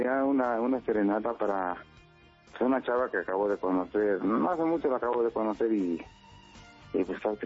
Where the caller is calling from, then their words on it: Mexico City, Mexico; Desde acá, desde Iztapalapa, desde acá, desde Paraje de Buenavista.